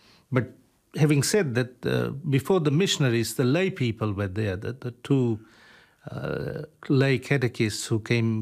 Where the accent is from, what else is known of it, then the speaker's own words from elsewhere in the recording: Fiji; I'm not from Kiribati. I'm born in Fiji. I was brought up in Fiji.